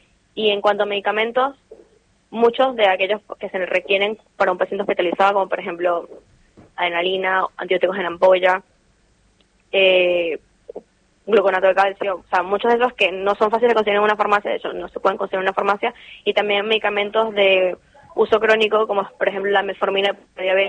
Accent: Caracas, Capital District, Venezuela; moved away as an adult; now in Argentina; yo soy de Caracas, que queda 30 minutos de La Guaira. Toda la familia y mi papá es de La Guaira, de hecho.

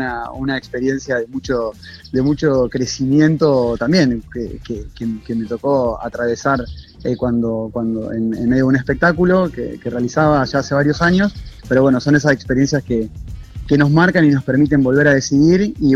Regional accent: Rosario, Santa Fe, Argentina; moved away; yo soy de Rosario

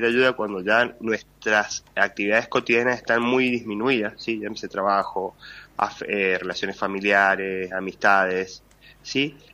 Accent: Argentina

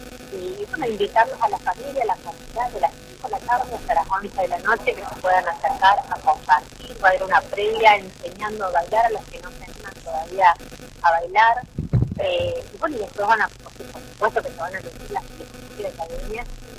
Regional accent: Tartagal, Salta, Argentina; moved away as an adult; Yo cuando nací en Tartagal, Tartagal me vio crecer, me vio salir de acá, cumplir mi sueño y volver.

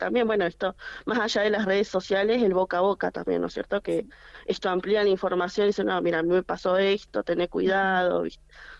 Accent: Caleta Olivia, Santa Cruz, Argentina; No, la verdad, y más para uno que es de acá y vive acá y te preguntan, vas a tal lado, ¿de dónde sos? De Caleta.

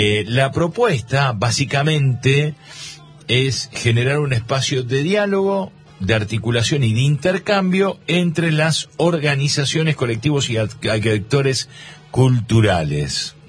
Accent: General Daniel Cerri, Buenos Aires Province, Argentina; Yo porque soy de Cerri, ¿viste?

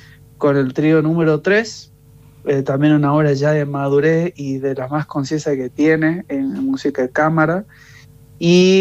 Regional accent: Jujuy, Argentina; a todas las personas que llegan a nuestra provincia, le digo, son un jujeño más

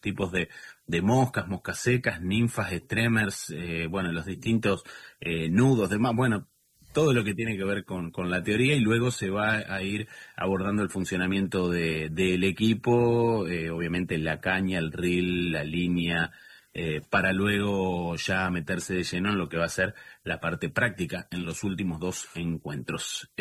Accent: Entre Ríos, Argentina; now in El Calafate, Argentina; Y eso que vengo de Entre Ríos.

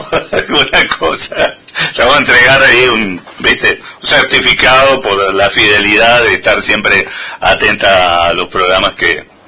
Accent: Mendoza, Argentina; Términos muy mendocinos. ¿Cuántos términos, no? Nosotros tenemos un montón

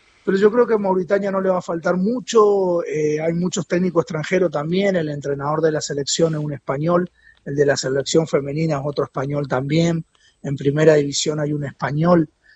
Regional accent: Argentina; Y después cuando me empiezan a preguntar, ¿soy de Turquía, soy de Líbano, soy de acá, soy de allá? ¿No? Y le digo, no, soy argentino.

